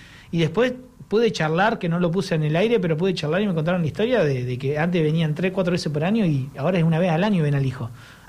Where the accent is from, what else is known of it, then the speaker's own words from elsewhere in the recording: Junín, Argentina; moved away; Yo soy nacido y criado en Junín